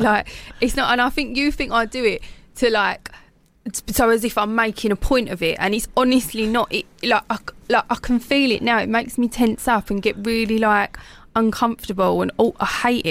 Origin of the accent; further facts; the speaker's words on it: Kent, South East England, United Kingdom; I was from Kent